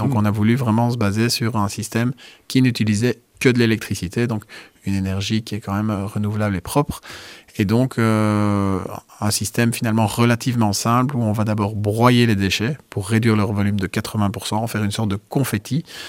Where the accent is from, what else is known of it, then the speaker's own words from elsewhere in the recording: Liège, Wallonia, Belgium; belge, wallonne, montoise, mais avec le cœur liégeois, parce que moi-même, je suis liégeois.